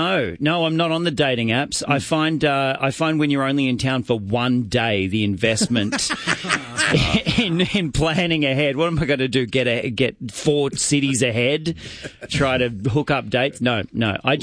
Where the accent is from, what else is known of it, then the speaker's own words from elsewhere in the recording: Australia; I'm from Australia. I'm from all the way on the other side of the planet.